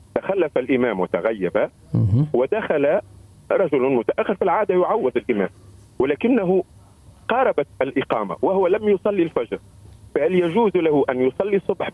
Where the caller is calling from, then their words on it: Tunis, Tunis Governorate, Tunisia; رغم أني من تونس من العمرة.